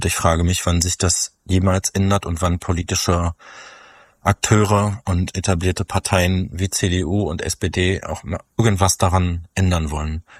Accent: Halberstadt, Saxony-Anhalt, Germany; moved away as an adult; Ich bin ja auch in Halberstadt aufgewachsen und nach dem Abitur weggegangen, auch wegen rechter Gewalt, die Mitte der 2000er in Halberstadt extrem schlimm war.

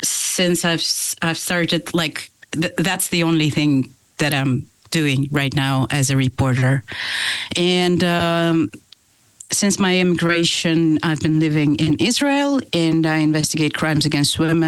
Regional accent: Moscow, Russia; born there; English is a second language; moved away as an adult; I was born in Moscow. And when the war with Ukraine started, I fled my country in a week, I think.

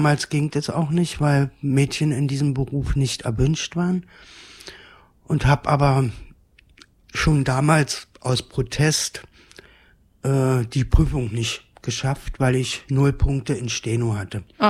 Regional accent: Berlin, Germany; born there; Also ich bin in Berlin-West geboren

